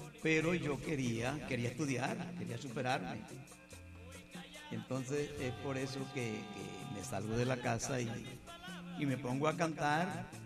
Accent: La Duda, La Guajira, Colombia; born there; que se llama La Duda, que es de jurisdicción de Fonseca.

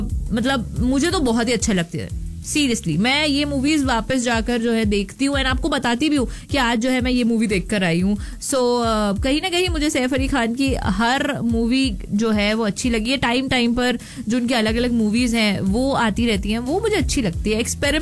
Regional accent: Bhopal, Madhya Pradesh, India; And इन्हें जो है भोपाल का नवाब भी कहा जाता है, एंड मैं भोपाल से हूँ।

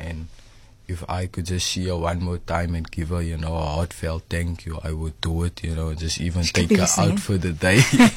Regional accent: Cape Town, Western Cape, South Africa; born there; I was born in District 6. I was born in District 6.

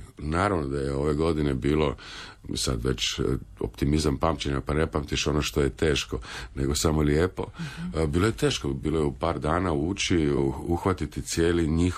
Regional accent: Osijek, Osijek-Baranja County, Croatia; now in Dubrovnik, Croatia; Ja se sjećam kad sam, ja sam rodom iz Osijeka, pa kad sam kao mlađi se vraćao kao student u Osijek

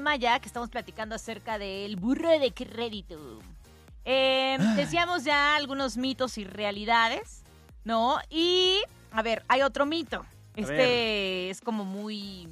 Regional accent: Mexico

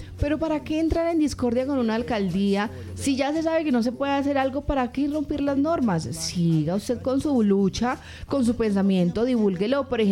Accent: Cali, Valle del Cauca, Colombia; los que siguen sufriendo somos nosotros los caleños, con los huecos, con la inseguridad.

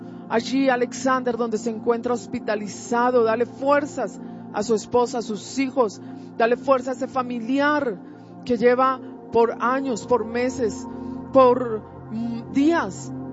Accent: Colombia

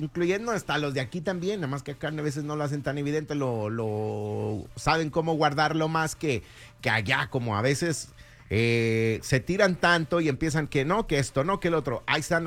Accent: Mexico

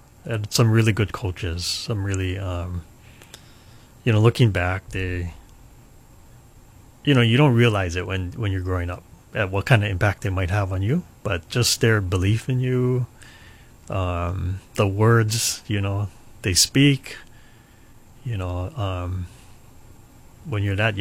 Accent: Hilo, Hawaii, United States; So I grew up actually on the Big Island, Hilo. I grew up in Hilo, born and raised there. I'm a graduate of Hilo High School. And as you just said, I attended the University of Hawaii.

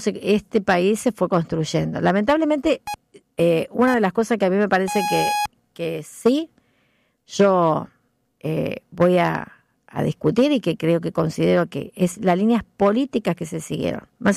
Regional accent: Argentina; nosotros, que somos argentinos, ¿sí? Que tenemos diferentes orígenes

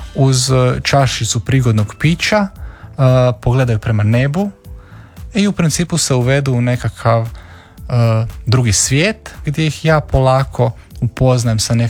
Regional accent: Orebić, Dubrovnik-Neretva County, Croatia; also born or lived in Slovakia; ja sam porijeklom iz Orebića, s Pelješca. Dakle, djetinjstvo sam proveo tamo

